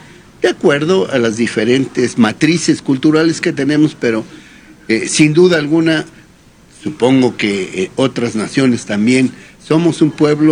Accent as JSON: {"language": "Spanish", "country": "Mexico", "said": "lo afirmo yo como mexicano"}